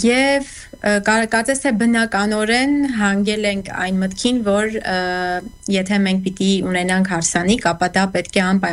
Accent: Goris, Syunik, Armenia; born there; now in Yerevan, Armenia; ես ծնունդով Գորիսից եմ

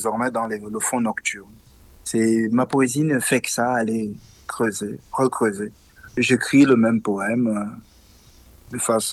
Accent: Gabon; je vais quitter ma ville natale. Je vais m'installer dans une autre ville pour le lycée à Libreville, à la capitale.

